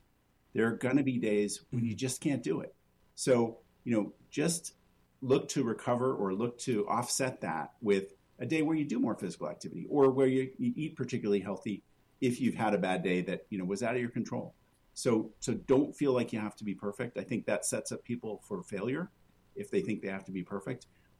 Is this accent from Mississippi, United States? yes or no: no; New York, United States; I'm a New Yorker as well.